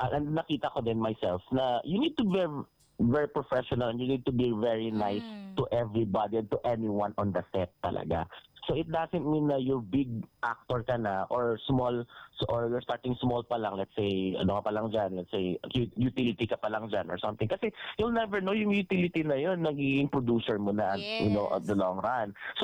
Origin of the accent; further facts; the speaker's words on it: Western Visayas, Philippines; I'm from Aklan.